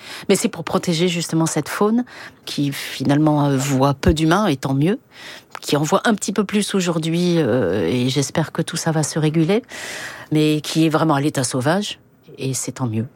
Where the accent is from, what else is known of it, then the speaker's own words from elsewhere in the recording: France; chez nous, en France